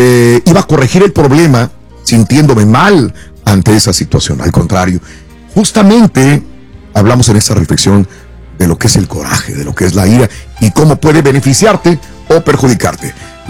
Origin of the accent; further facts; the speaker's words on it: Matamoros, Tamaulipas, Mexico; Ah, sí, Samuelito, yo soy de Matamoros, Tamaulipas.